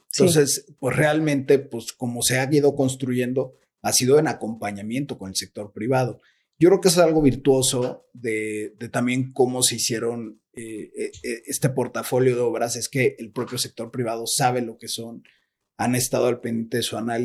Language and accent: Spanish; Mexico; somos así los mexicanos